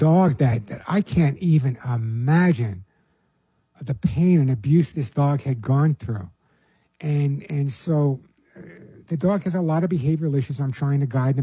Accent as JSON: {"language": "English", "region": "New York", "country": "United States"}